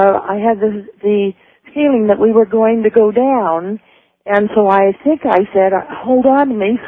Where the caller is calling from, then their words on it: Fresno, California, United States; I'm listening on KFRE in Fresno.